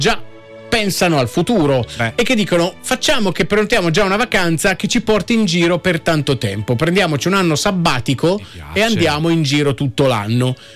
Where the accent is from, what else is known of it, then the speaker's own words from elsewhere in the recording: Emilia-Romagna, Italy; è un cognome molto diffuso dalle nostre parti in Romagna.